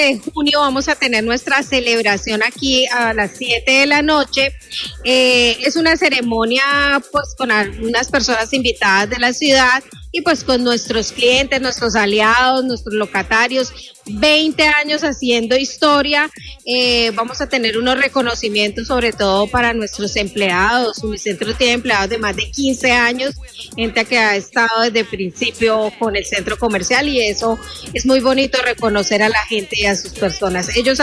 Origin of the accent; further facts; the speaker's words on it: Villavicencio, Meta, Colombia; yo soy de Villavicencio